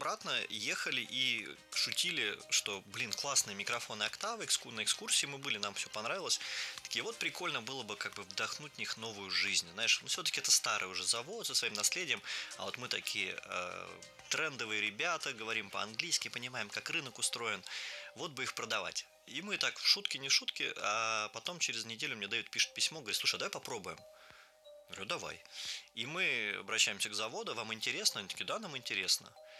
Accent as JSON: {"language": "Russian", "town": "Tula", "region": "Tula Oblast", "country": "Russia", "tie": "born or raised there", "said": "пригласил его выступить в моем родном городе, в Туле."}